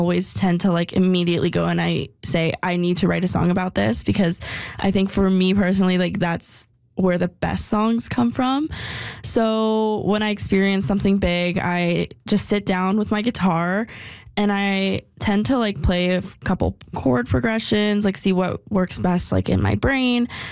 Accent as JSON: {"language": "English", "town": "Calgary", "region": "Alberta", "country": "Canada", "said": "I am an artist from Calgary, Alberta."}